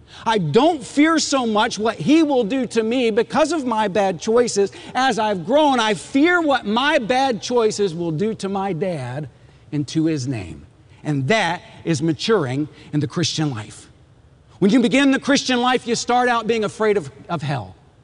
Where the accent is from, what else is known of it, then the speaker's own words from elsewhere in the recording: Texas, United States; Well, I grew up in West Texas